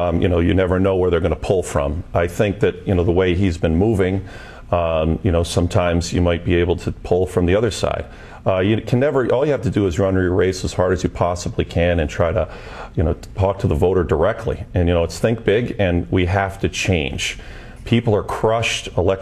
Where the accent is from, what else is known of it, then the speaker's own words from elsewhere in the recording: East Greenwich, Rhode Island, United States; in East Greenwich alone, in my hometown, our property taxes went up 7%.